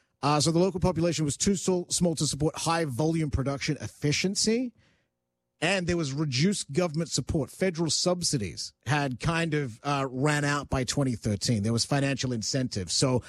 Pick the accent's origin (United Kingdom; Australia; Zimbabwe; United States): Australia; some of the cars that I grew up with in Australia were iconic to Australia.